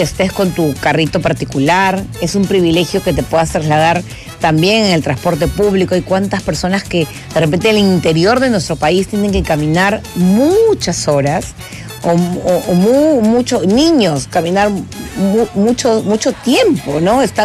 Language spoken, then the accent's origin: Spanish; Peru